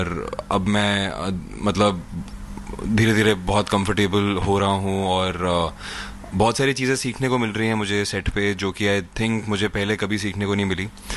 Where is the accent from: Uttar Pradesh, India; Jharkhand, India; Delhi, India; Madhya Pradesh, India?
Delhi, India; moved away as an adult; also born or lived in New York; now in Mumbai, India; मैं दिल्ली से हूँ। मैंने अराउंड जब मैं 17 साल का था तब तक मैं दिल्ली में था। उसके बाद मैं पढ़ाई के लिए चला गया था न्यूयॉर्क पढ़ने के लिए एंड कॉलेज के लिए। वहाँ पे मैं था अबाउट 4-5 ईयर्स। फिर मैं वापस आया और मैं बॉम्बे शिफ्ट हो गया।